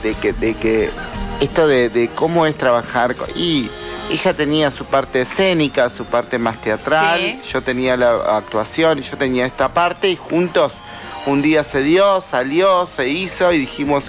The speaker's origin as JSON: {"language": "Spanish", "country": "Argentina", "said": "a los argentinos nos va... apelar a todos."}